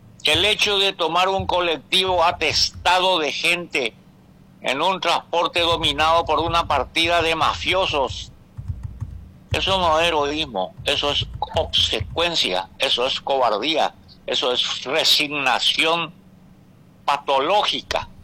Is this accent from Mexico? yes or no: no; Paraguay; also born or lived in Argentina; yo soy paraguayo y muy paraguayo. Trabajé en la Argentina un tiempo y me volví al Paraguay porque quería volver al Paraguay.